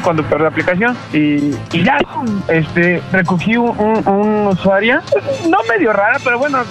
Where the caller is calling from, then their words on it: Iztapalapa, Mexico City, Mexico; Aquí andamos de Iztapalapa.